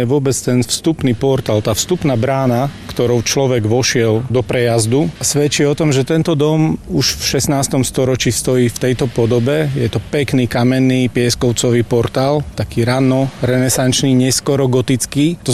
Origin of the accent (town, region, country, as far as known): Bardejov, Prešov Region, Slovakia